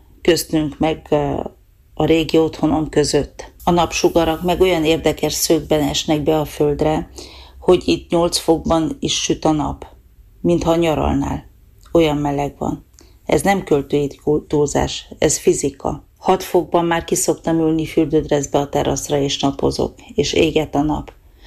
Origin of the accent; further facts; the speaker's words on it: Transylvania, Romania; now in Norway; Erdélyből jöttem ki, mi annak idején úgy tanultuk